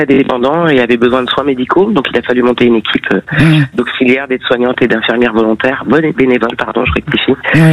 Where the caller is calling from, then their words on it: Le Teich, Nouvelle-Aquitaine, France; je suis au Tech, effectivement.